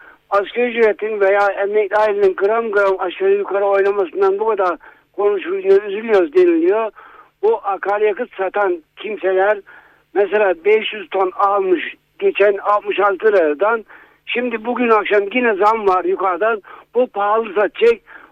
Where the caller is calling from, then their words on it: Manisa, Turkey; Manisa'dan arıyorum